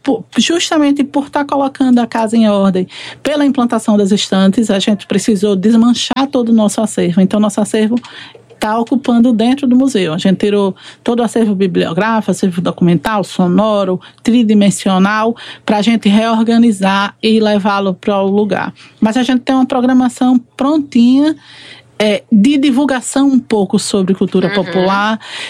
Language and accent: Portuguese; Sergipe, Brazil; E aí, em algum momento, eu fui pra minha terra, né? A gente sente o nordestino, ele sempre saudade de casa no meio